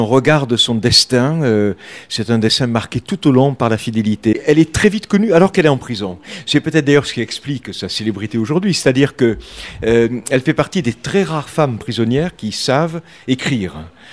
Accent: Occitanie, France; je viens des Cévennes, en quasi voisin

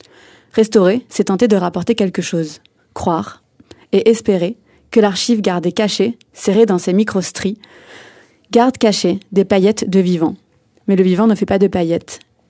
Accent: Poitiers, Nouvelle-Aquitaine, France; moved away as an adult; also born or lived in Djibouti; now in Paris, France; Je suis franco-djiboutienne, j'ai grandi à Djibouti jusqu'à mes 6 ans du coup, et ensuite j'ai grandi à Poitiers, et puis là je suis à Paris

